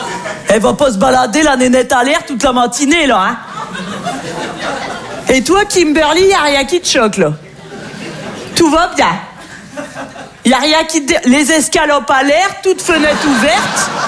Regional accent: Hauts-de-France, France

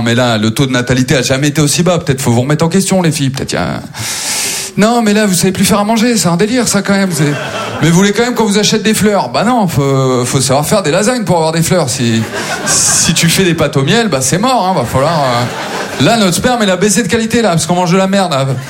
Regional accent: Maubeuge, Hauts-de-France, France; J'ai grandi à Maubeuge, c'est la 7e ville la plus pauvre de France, voilà, parce qu'ils ont fait un classement, les bâtards.

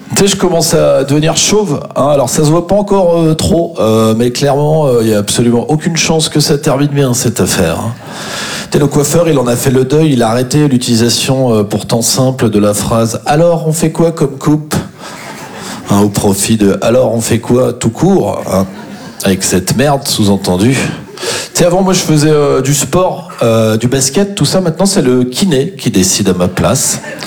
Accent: Champagnole, Bourgogne-Franche-Comté, France; now in Montreuil, France; je suis originaire d'une petite commune qui s'appelle Champagnole. Alors, c'est pas très connu

